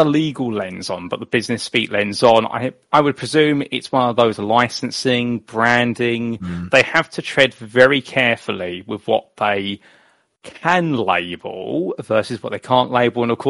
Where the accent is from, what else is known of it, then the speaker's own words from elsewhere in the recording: United Kingdom; growing up in the United Kingdom and watching British motorsport and Formula One